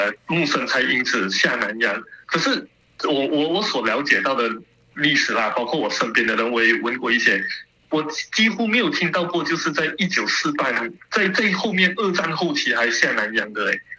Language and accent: Chinese; Malaysia; accent: Malaysian; 我用我们马来西亚的口音